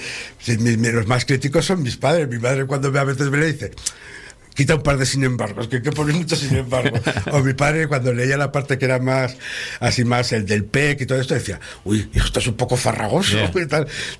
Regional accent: León, Castile and León, Spain; born there; yo nací en León porque casualmente en aquella época mi madre sacó unas cátedras y eligió León y mi padre siguió a mi madre

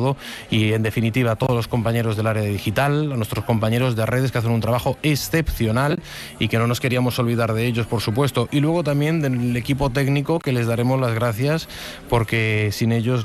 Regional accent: Galicia, Spain; Yo soy gallego.

